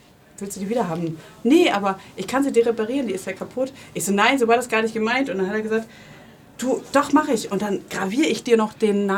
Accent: Schleswig-Holstein, Germany; Ich komme aus Nordfriesland.

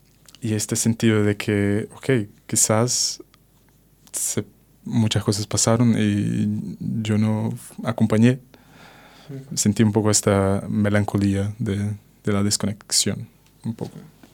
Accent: Brazil; Spanish is a second language; moved away as an adult; also born or lived in Portugal; exactamente en un año, en agosto del año que viene, ese plan para estar en Brasil haciendo eso en mi ciudad natal.

